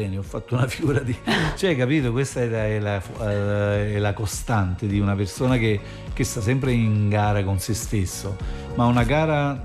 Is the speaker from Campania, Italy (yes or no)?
yes; Naples, Campania, Italy; ma io vengo dall'Arenaccia, ma sicuro che sono io.